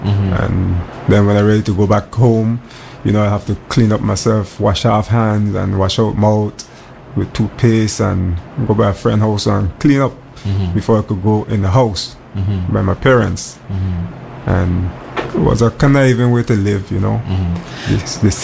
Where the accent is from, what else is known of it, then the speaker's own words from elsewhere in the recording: St. Croix, U.S. Virgin Islands; also born or lived in Anguilla; Yes, actually, I was born in Anguilla, and then my family migrated to St. Croix, U.S. Virgin Islands. That's where I did some of my schooling, from elementary to high school.